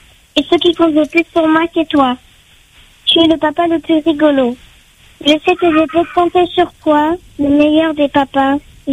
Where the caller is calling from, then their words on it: Saint-Joseph, Réunion; Saint-Joseph